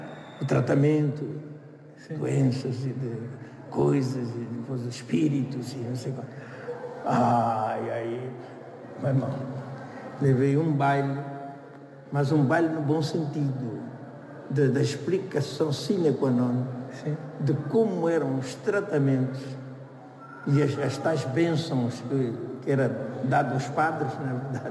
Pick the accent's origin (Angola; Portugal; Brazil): Angola